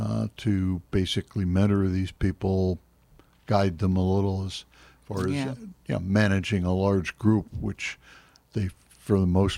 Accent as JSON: {"language": "English", "town": "New York City", "region": "New York", "country": "United States", "tie": "born there", "said": "I'm sure I could ultimately find out what hospital I was born in Brooklyn."}